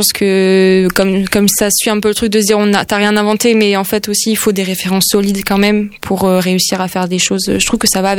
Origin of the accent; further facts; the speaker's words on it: Grenoble, Auvergne-Rhône-Alpes, France; Après, moi, je suis allée pas mal sur place en Ariège, puis j'ai grandi à Grenoble et tout.